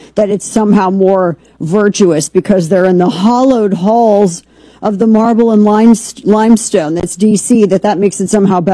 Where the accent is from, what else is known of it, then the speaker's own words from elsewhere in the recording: United States; the reason being is because I'm an American. It's plain and simple. And I'm an American, so that's why.